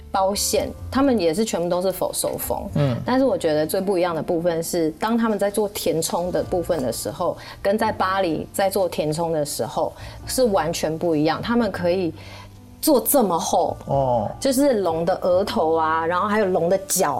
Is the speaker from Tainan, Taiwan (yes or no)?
yes; Tainan, Taiwan; 因为我是台南人